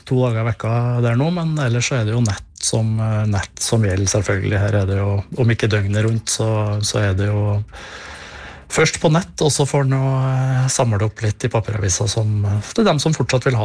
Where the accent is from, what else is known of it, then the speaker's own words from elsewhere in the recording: Trøndelag, Norway; now in Hadeland, Norway; Så jeg har bodd her nå i 15... Ja, over det. 17-18 år. Men jeg er trønder, ja. For all del.